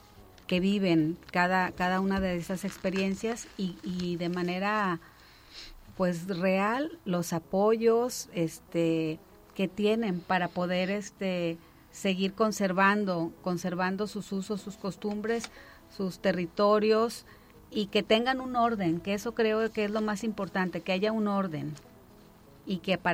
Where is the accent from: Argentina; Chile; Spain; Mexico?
Mexico; como buenos mexicanos, hijos del maíz, comemos tortillas y siempre hay tortillas en la mesa